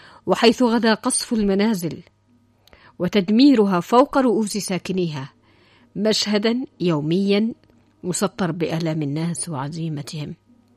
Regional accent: Yemen; وفي غمرة هذه التضحيات العظيمة نحن كشعب يمني نبعث بأصدق دعواتنا

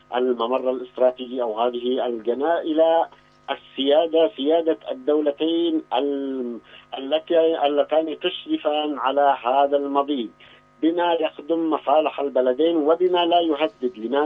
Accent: Yemen; عندنا في اليمن

